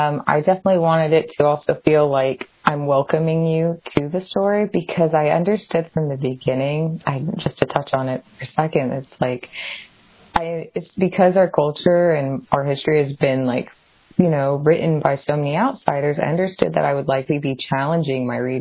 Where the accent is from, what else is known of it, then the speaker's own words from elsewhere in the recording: Hawaii, United States; now in Los Angeles, United States; I grew up, unlike my protagonist, I'm born and raised in Hawaii, and grew up on a farm. Super connected to the land. And so you can say Los Angeles is a change of pace for me.